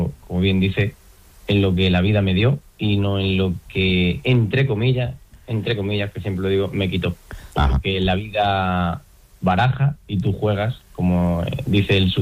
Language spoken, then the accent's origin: Spanish; Sierra de Fuentes, Extremadura, Spain; he estado trabajando como fisioterapeuta 7 años en mi pueblo, en Sierra de Fuentes